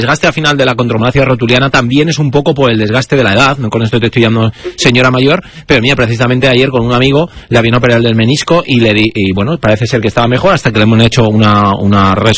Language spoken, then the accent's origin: Spanish; Galicia, Spain; Que soy gallego, pero tampoco sois unos bárbaros